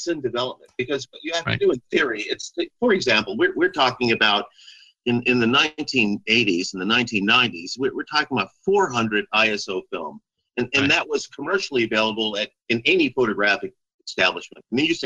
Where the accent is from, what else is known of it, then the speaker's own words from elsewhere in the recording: Central Luzon, Philippines; I was raised on Clark Air Force Base, which was a SAC CIA installation in the Philippines